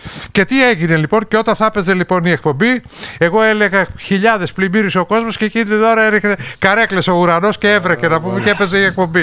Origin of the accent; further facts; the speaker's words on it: Kalymnos, South Aegean, Greece; στην πατρίδα μου την Κάλυμνο.